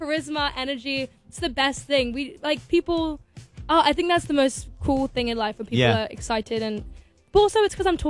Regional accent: England, United Kingdom; now in United States; people think I'm Australian a lot in the US. I think in the US, some people get English and Australian muddled up.

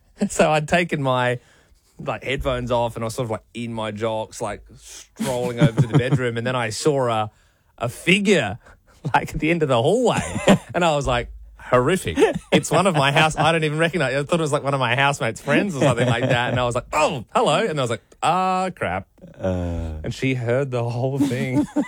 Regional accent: Adelaide, South Australia, Australia; moved away; also born or lived in Sydney; And we're both from Adelaide originally

